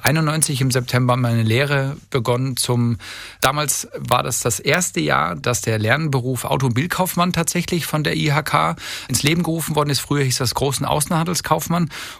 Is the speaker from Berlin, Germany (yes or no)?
no; Munich, Bavaria, Germany; Ich bin in München groß geworden